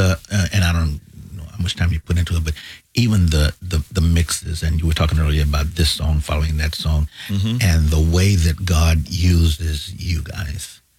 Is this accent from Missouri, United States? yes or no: yes; St. Louis, Missouri, United States; I'm from St. Louis, I'm a big gospel town and stuff, St. Louis, Detroit, Houston.